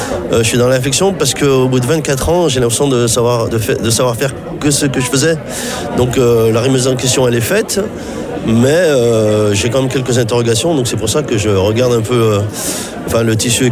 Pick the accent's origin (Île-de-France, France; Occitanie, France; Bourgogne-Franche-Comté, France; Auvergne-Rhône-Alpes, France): Auvergne-Rhône-Alpes, France; Saint-Étienne; je suis natif de Saint-Étienne. Ma vie, elle est là. Ma vie professionnelle, je l'ai faite ici. Ma vie personnelle, à 56 ans